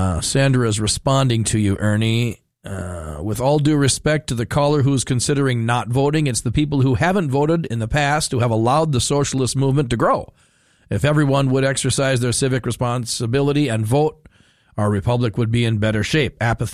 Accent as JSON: {"language": "English", "town": "Fargo", "region": "North Dakota", "country": "United States", "tie": "born or raised there", "moved": "yes", "lives_now": "St. Cloud, United States", "said": "growing up in Fargo"}